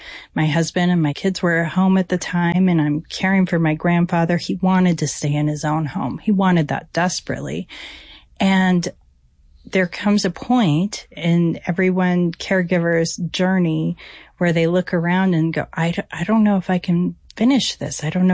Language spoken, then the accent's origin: English; Darby, Montana, United States; I'm a Darby, Montana girl all the way through. My father was a log home builder, owned his own company. And so I grew up the West Fork, riding horses and being a country girl.